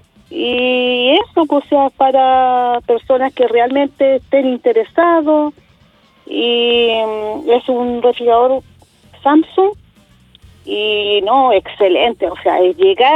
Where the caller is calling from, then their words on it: Hualpén, Biobío, Chile; De acá, de Hualpén.